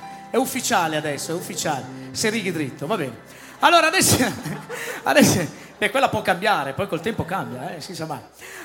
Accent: Alessandria, Piedmont, Italy; Si sente che siamo piemontesi anche noi. Si sente, eh? Arriviamo da Alessandria noi, dai.

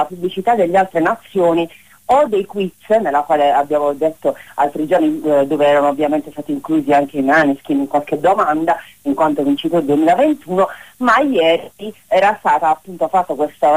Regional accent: Apulia, Italy; ci appartiene in quanto pugliesi, nati di Polignano a Mare

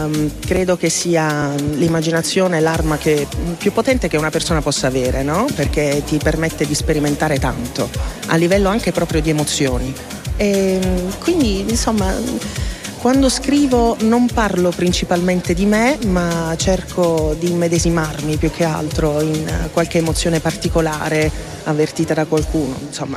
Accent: Martina Franca, Apulia, Italy

